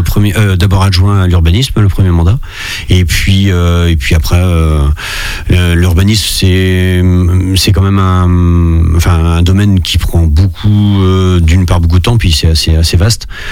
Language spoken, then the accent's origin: French; Saint-Christophe-du-Ligneron, Pays de la Loire, France; je suis originaire de Saint-Christophe.